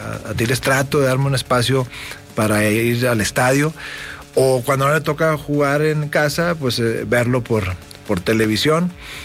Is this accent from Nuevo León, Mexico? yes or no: yes; Nuevo León, Mexico; A ver, el soccer, soy tigre. Soy de Nuevo León, por supuesto.